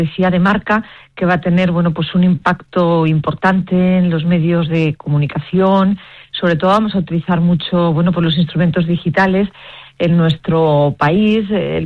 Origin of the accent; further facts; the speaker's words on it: Granada, Andalusia, Spain; nosotros somos los granadinos y las granadinas